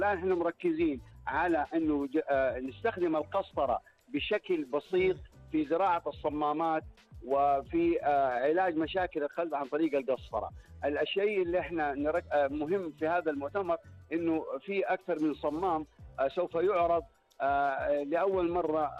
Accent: Saudi Arabia; في بلدنا الحبيب المملكه العربيه السعوديه

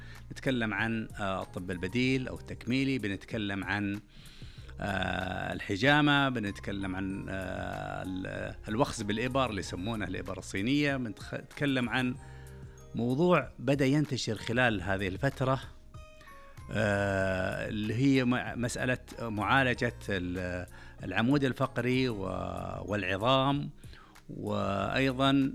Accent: Saudi Arabia; طموحنا كسعوديين

